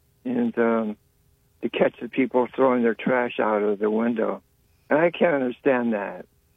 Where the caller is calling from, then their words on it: Jefferson, Ohio, United States; I'm from Jefferson, Ohio.